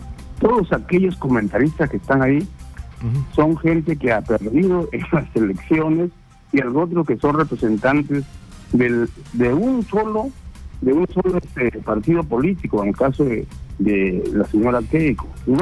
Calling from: Tumbes, Peru; Le hablo de Tumbe

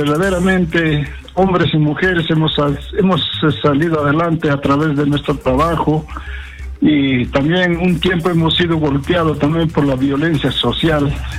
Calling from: Ticlacayán, Pasco, Peru; mi pueblo hermoso, querido Ticlacayán

